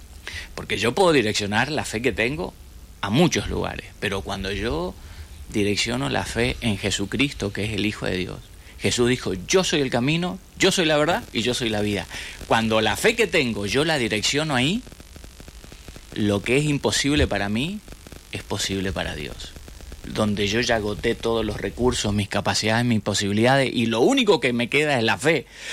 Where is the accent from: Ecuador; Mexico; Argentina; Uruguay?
Argentina; Chaco; born or raised there